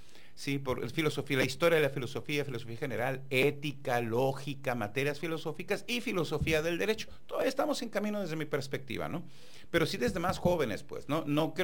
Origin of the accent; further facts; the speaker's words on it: Tijuana, Baja California, Mexico; Bueno, pues soy un tijuanense, orgullosamente tijuanense, nacido aquí en la ciudad, aquí he vivido toda mi vida, salvo los tiempos que por la función que he desempeñado me he tenido que trasladar por Mexicali, a la Ciudad de México, pero aquí he vivido toda mi vida, originario de la colonia Libertad